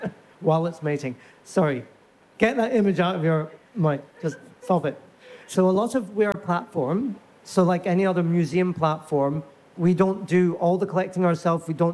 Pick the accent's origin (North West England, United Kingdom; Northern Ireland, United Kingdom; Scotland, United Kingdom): Scotland, United Kingdom; It's a particular Scottish bird. I'm from Scotland, so it's a bird native to my homeland.